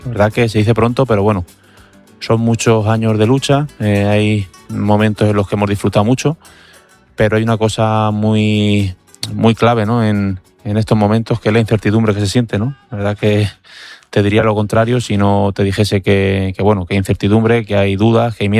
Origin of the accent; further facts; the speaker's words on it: Albacete, Castilla-La Mancha, Spain; un triunfo importante en nuestra tierra